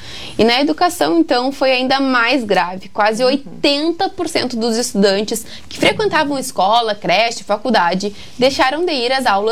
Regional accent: São Gabriel, Rio Grande do Sul, Brazil; moved away; Eu sou de São Gabriel

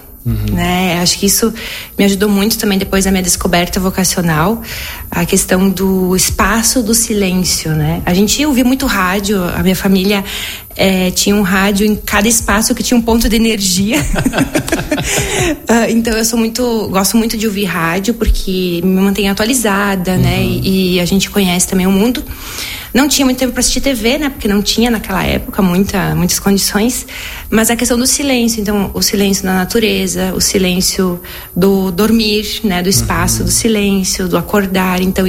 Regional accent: Severiano de Almeida, Rio Grande do Sul, Brazil; now in Marau, Brazil; Então eu sou natural de Severiano de Almeida, nasci e cresci no interior, né, de uma comunidade chamada Linha Tigre, meus pais pequenos agricultores.

